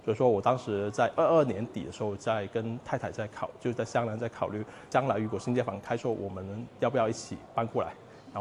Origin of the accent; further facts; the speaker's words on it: Macau; 因为我从小是在澳门长大的，澳门大家都知道是一个地少人多的一个地方，它人口密度是全世界排在前列的这样一个城市。